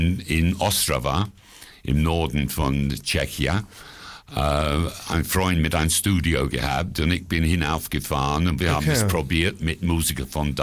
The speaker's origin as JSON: {"language": "German", "region": "England", "country": "United Kingdom", "second_language": "German", "moved": "as an adult", "lives_now": "Vienna, Austria", "said": "Ja, ich bin Engländer, der schon länger in Wien wohnt. Mehr als die Hälfte meines Lebens eigentlich."}